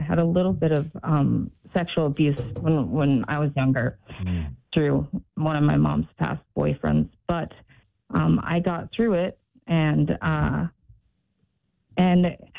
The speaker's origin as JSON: {"language": "English", "town": "Newport", "region": "Oregon", "country": "United States", "tie": "born or raised there", "said": "My world growing up, I grew up on the Oregon coast, Newport, right on the water."}